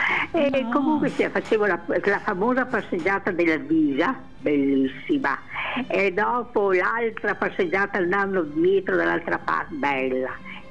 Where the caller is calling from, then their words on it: Trieste, Friuli-Venezia Giulia, Italy; io essendo triestina non posso dire altro, che cavolo vuoi che dica? Sono una triestina.